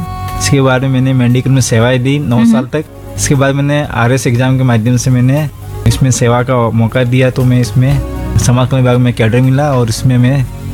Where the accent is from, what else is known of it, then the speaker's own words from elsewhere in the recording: Anandpuri, Rajasthan, India; मैं गांव का रहने वाला हूँ आनंदपुरी का।